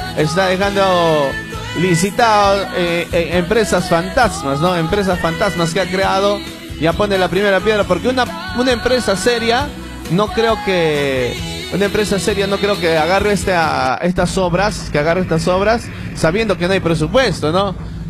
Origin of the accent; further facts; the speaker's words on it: Jauja, Junín, Peru; ahí en mi tierra Jauja.